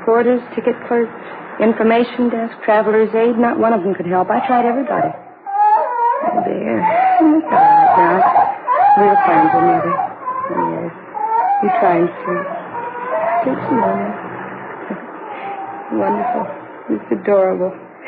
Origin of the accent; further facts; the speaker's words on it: Cincinnati, Ohio, United States; Oh, no. I'm from Cincinnati.